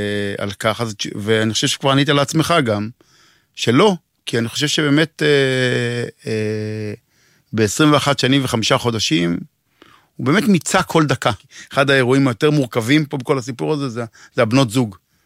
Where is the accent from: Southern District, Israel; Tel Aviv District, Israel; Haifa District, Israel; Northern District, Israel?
Northern District, Israel; Megiddo; אצלנו בקיבוץ במגידו